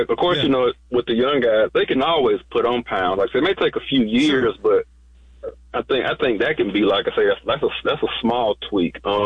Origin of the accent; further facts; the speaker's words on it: Atlanta, Georgia, United States; Actually, but like I say, I'm from Atlanta, so you know he's from Atlanta too, so that's kind of our connection.